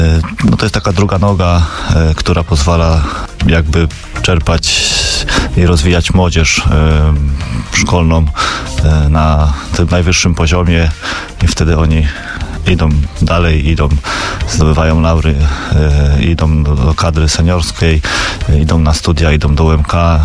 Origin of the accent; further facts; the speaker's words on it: Toruń, Kuyavian-Pomeranian Voivodeship, Poland; Ja wychowałem się na Skarpie.